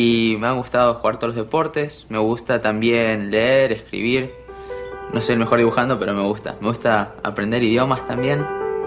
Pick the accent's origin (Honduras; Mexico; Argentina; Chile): Argentina; Mendoza; now in Buenos Aires, Argentina; tengo 21 años, Soy de Mendoza y vivo en Buenos Aires, en Capital Federal.